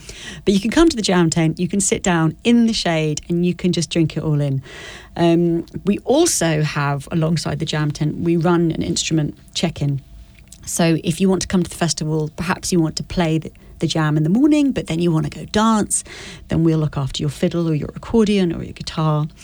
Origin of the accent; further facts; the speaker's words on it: United Kingdom; moved away as an adult; now in Lafayette, United States; And I'm from the UK, you can probably hear my accent.